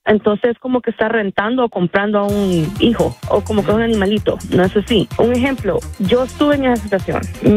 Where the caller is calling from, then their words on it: Santa Clarita, California, United States; de Santa Clarita.